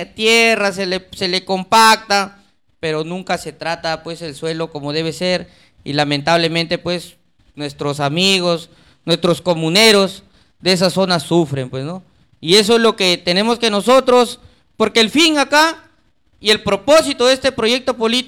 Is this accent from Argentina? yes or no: no; Peru; he trabajado en varias empresas importantes dentro de nuestro Perú